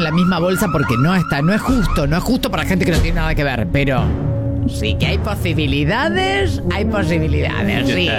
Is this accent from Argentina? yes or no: yes; Casilda, Santa Fe, Argentina; now in Victoria, Argentina; Saludos desde Victoria, Entre Ríos. Estamos trabajando con Cucha y Ariondo. … somos de Casilda.